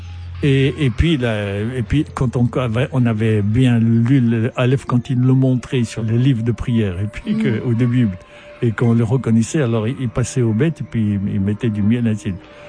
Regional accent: Morocco; Ah, je venais, bon, j'avais du Maroc, j'avais mon milieu au Maroc

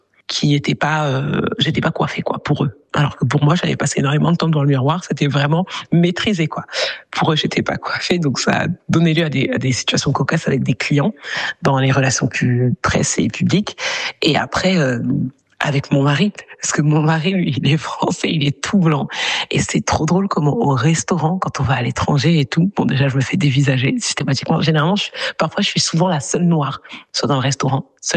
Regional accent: Paris, Île-de-France, France; Alors, moi, je suis originaire du Congo. J'ai vécu toute ma vie à Paris. J'ai très peu été en lien avec mon pays d'origine.

